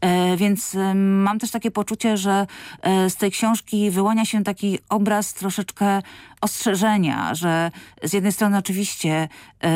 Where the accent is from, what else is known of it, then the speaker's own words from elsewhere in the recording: Bartoszyce, Warmian-Masurian Voivodeship, Poland; Bartoszyce to moja rodzinna miejscowość.